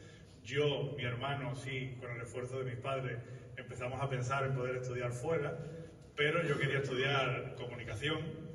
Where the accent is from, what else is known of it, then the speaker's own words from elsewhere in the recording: Algeciras, Andalusia, Spain; Yo soy de Algeciras, de una época en la que en Algeciras prácticamente no había universidad, no teníamos referentes